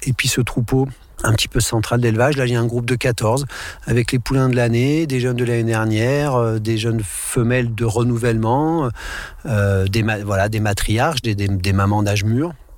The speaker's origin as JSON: {"language": "French", "town": "Grenoble", "region": "Auvergne-Rhône-Alpes", "country": "France", "tie": "born or raised there", "also_born_or_lived": "Verdun", "said": "J'y ai peu grandi, hein, puisque j'ai débarqué à Grenoble à 4 ans, et voilà, l'évolution professionnelle de mes parents ont plutôt fait de moi un grenoblois ou un alpin."}